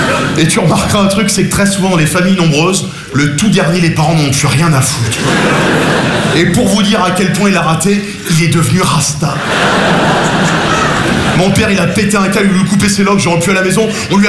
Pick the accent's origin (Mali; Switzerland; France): France; Nogent-sur-Marne, Île-de-France; J'ai grandi à Nogent-sur-Marne, je suis passionné à tout. Petite banlieue très bourgeoise, ce genre la Marne, les guinguettes, la fête du petit vin blanc, vous connaissez?